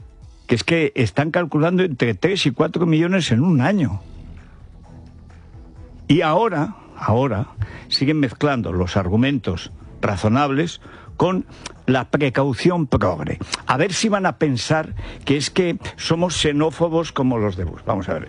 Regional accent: Aragon, Spain; born there; Yo nací en un pueblo de Teruel donde la gente era blanca, iba a misa, más bien pálida, salvo algunos pelirrojos, rollos, decimos allí, que venían pues de Navarra, de los primeros repobladores cristianos

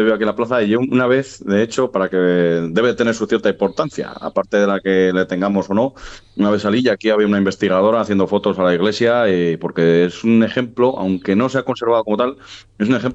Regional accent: Vallelado, Castile and León, Spain; realmente donde voy es al paraje de la Minguela, en mi pueblo, en Vallelado, a las orillas del río Cega

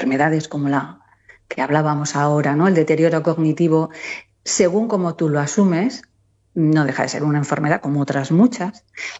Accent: Soria, Castile and León, Spain; pero hoy me ha tocado Soria, que es mi tierra, mi casa.

